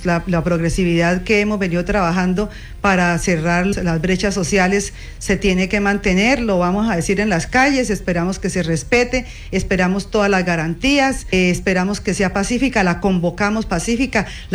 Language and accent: Spanish; Colombia; los derechos a nuestros bienes como colombianos